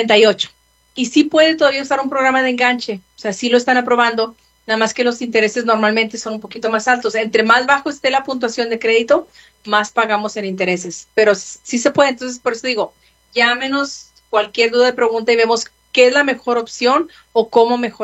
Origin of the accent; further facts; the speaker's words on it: Casas Grandes, Chihuahua, Mexico; Casas Grandes, Chihuahua. Bueno, yo soy